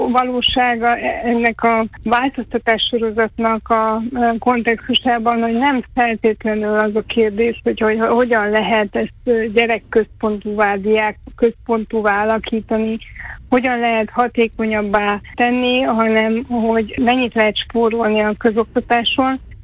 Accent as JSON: {"language": "Hungarian", "region": "Transylvania", "country": "Romania"}